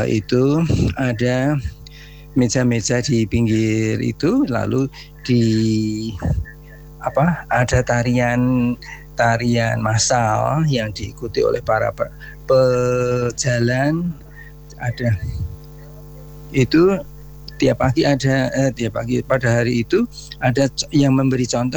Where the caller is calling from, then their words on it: Sleman, Special Region of Yogyakarta, Indonesia; saya dari Pak … di Sleman.